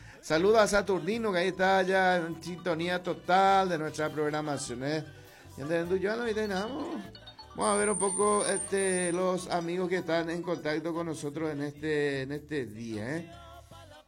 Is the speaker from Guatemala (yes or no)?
no; Paraguay; Sí, como buenos paraguayos, como vencedores también, hay que levantar ese espíritu en este fin de semana.